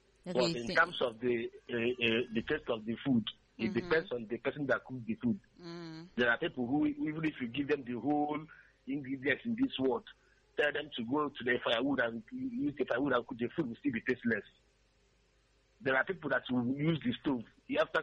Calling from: Aba, Abia, Nigeria; I'm calling from Abba.

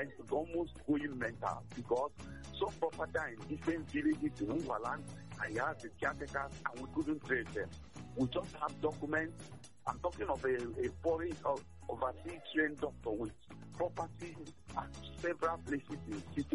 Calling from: Aba, Abia, Nigeria; I'm calling from Aba. I'm a lawyer.

